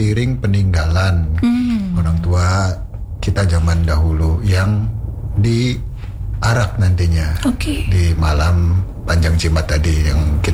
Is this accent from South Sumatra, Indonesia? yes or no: no; Cirebon, West Java, Indonesia; kita orang Cirebon biasanya menyebut panjang itu dengan kata lain piringnya.